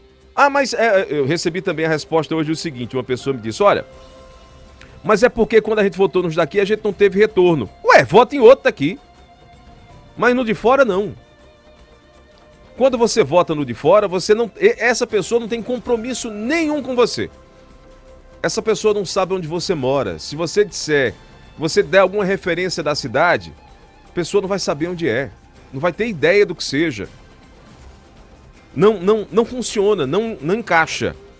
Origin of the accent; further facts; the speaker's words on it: Arcoverde, Pernambuco, Brazil; Não, vou estar mais perto, eu sou de Arco Verde.